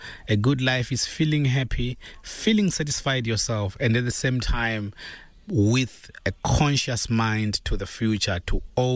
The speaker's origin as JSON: {"language": "English", "country": "Zimbabwe", "said": "All the way from Zimbabwe in Southern Africa."}